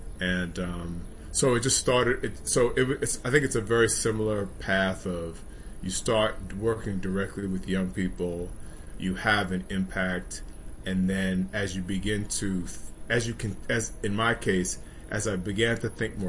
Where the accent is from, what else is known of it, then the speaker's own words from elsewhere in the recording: New York City, New York, United States; I grew up in Harlem in the 70s and 80s.